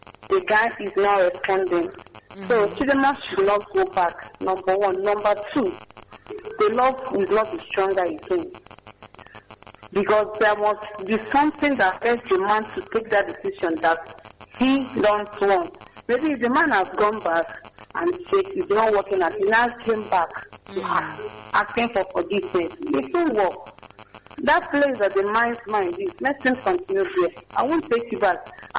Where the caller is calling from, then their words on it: Aba, Abia, Nigeria; I'm calling from Aba, the 5B First Road.